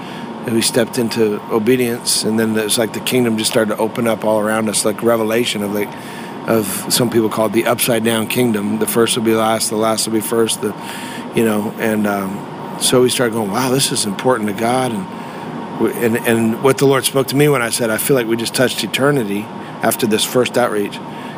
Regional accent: Canada; And I didn't even know what it was as a Canadian boy.

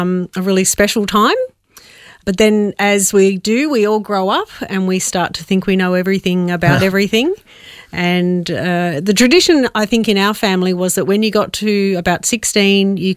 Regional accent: Adelaide, South Australia, Australia; also born or lived in Melbourne; So I was born in Melbourne, but we moved to Adelaide when I was about five for my dad's work. He worked for the Ford Motor Company. And we settled into a lovely Adelaide community.

